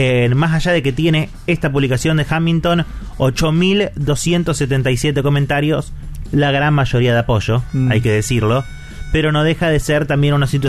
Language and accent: Spanish; Colombia; sé la tristeza que hoy sentimos como colombianos.